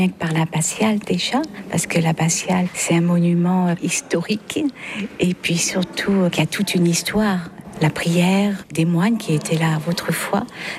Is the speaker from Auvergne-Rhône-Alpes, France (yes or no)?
yes; Ambronay, Auvergne-Rhône-Alpes, France; Je suis d'Ambronay et là, c'est les petits-enfants.